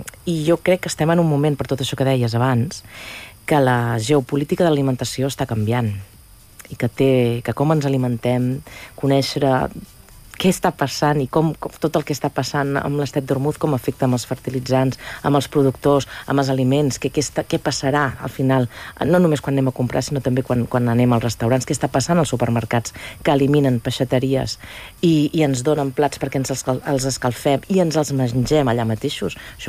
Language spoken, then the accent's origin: Catalan; Girona, Catalonia, Spain; moved away as an adult; now in Barcelona, Spain; jo sóc del 1978, és a dir, que ja en tinc 48, i jo vaig néixer a Girona, vaig viure molt de temps a Girona, vaig estudiar allà, etc, etc, i vaig començar a treballar de ben petita, vinc d'una família humil